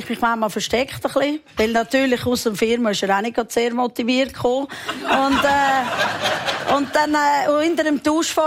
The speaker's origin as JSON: {"language": "German", "town": "Meilen", "region": "Zurich", "country": "Switzerland", "tie": "born or raised there", "said": "Ja, ich bin, Meilen. Nicht, es ist mir, ich bin nicht so die Schwimmerin"}